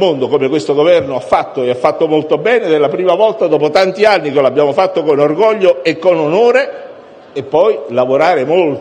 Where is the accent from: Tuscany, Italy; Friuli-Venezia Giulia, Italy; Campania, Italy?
Campania, Italy; Naples; Vengo da Napoli